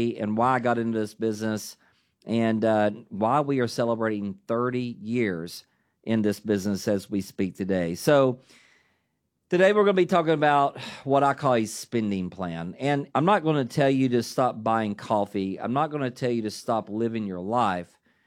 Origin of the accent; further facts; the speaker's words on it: Dayton, Tennessee, United States; accent: country; so you're going to have to put up with my good country accent from Dayton, Tennessee for about an hour here.